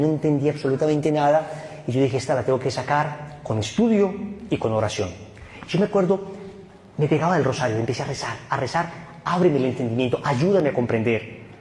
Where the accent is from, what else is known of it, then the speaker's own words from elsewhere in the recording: Medellín, Antioquia, Colombia; also born or lived in Cali / Granada; después vivimos en Cali un tiempo, después regresamos ya, yo pasé como el inicio de mi adolescencia en Granada y ya después nos volvimos a Medellín.